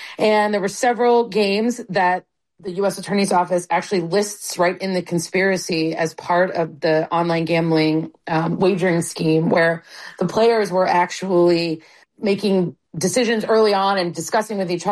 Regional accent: Cleveland, Ohio, United States; my hometown of Cleveland, Ohio

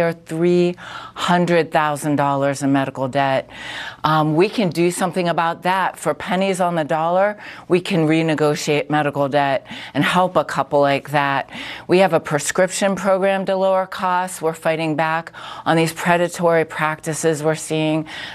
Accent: Youngstown, Ohio, United States; You know, I'm a person myself, had a very rough childhood growing up in Youngstown, Ohio.

